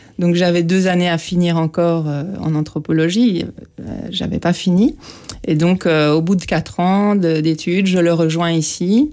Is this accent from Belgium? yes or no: yes; Belgium; now in Mauritius; Alors, moi je dis souvent que je suis belge d'origine et mauricienne de cœur, parce que malheureusement je n'ai toujours pas mes papiers mauriciens.